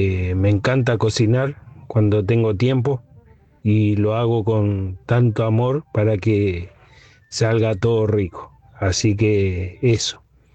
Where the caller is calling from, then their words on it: Guernica, Buenos Aires Province, Argentina; de Guernica, acá trabajando de seguridad en un barrio privado, acá en Lonchamp.